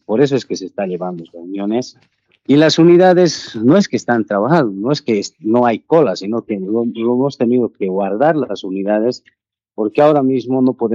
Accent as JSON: {"language": "Spanish", "region": "Cochabamba", "country": "Bolivia", "said": "Yo soy cochabambino y ahora mismo veo que el trufi, que es a gasolina, a gas, está queriendo doblar el precio de 3 a 6 a 5 bolivianos."}